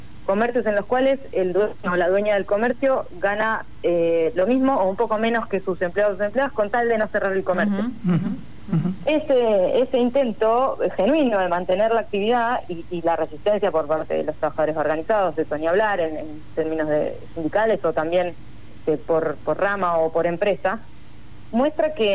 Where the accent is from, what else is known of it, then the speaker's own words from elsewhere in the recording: Mar del Plata, Buenos Aires Province, Argentina; yo soy de Mar del Plata